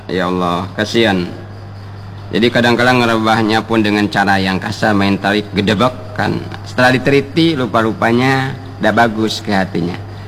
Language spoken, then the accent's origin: Indonesian; Bangka Belitung Islands, Indonesia; kata kita orang Bangka.